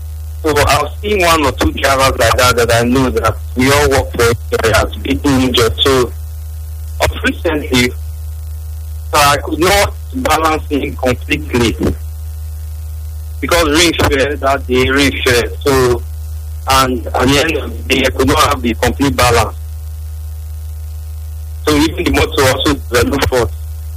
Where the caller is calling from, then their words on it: South Africa; Okay, I'm calling from South Africa.